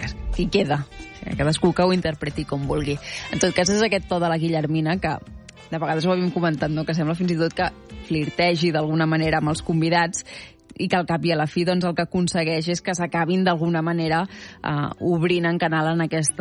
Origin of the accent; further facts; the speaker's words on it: Catalonia, Spain; com a bons catalans que som